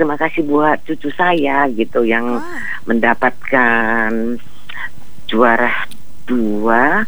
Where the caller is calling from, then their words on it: Medan, North Sumatra, Indonesia; Saya kan orang Medan.